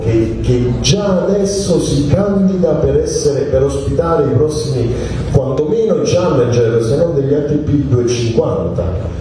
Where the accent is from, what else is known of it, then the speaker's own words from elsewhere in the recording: Belluno, Veneto, Italy; io sono di Belluno